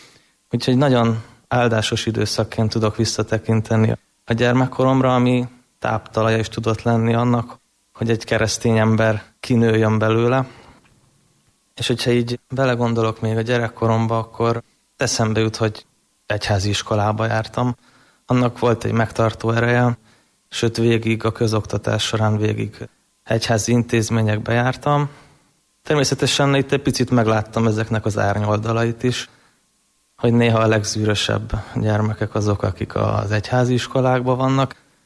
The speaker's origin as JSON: {"language": "Hungarian", "region": "Budapest", "country": "Hungary", "tie": "born there"}